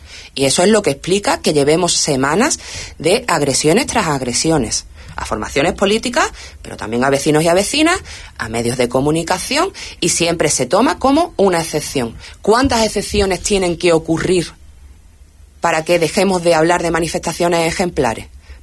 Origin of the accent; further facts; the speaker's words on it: Ceuta, Spain; nuestra ciudad